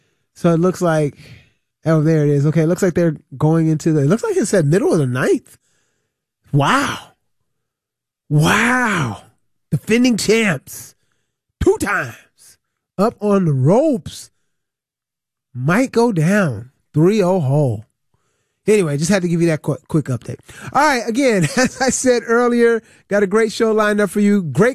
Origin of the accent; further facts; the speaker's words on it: Connecticut, United States; I grew up in Connecticut.